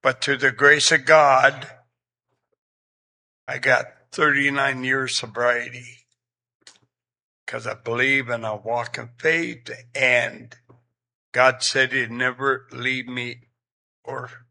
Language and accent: English; Dillingham, Alaska, United States; moved away; I am originally from Dillingham.